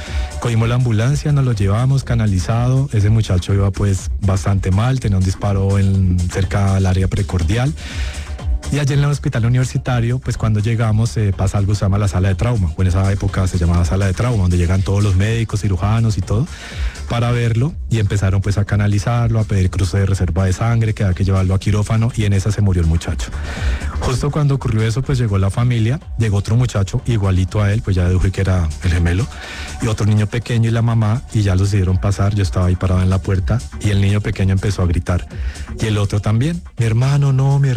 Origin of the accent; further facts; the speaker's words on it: Ginebra, Valle del Cauca, Colombia; moved away as an adult; yo soy del Valle del Cauca, de Ginebra Valle, y yo trabajaba en Cali.